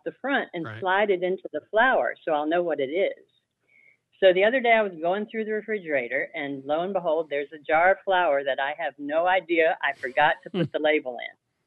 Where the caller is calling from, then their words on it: Papua, Indonesia; I'm calling from Papua on the island of New Guinea in Indonesia.